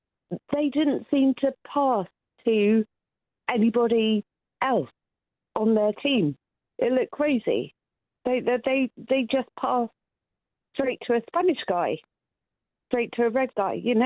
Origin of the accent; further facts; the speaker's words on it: United Kingdom; I'm sorry, I'm British.